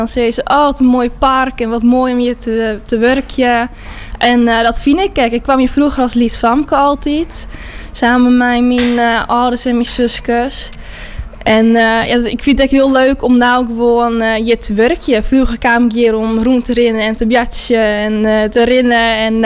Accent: Hurdegaryp, Friesland, Netherlands; Ik kom zelf uit Hurdegriep.

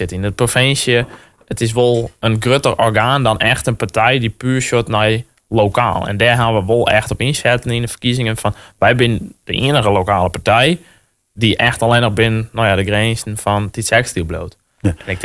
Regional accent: Tytsjerk, Friesland, Netherlands; Werd wel het tietserk. Dat is het waar ik opgegroeid ben.

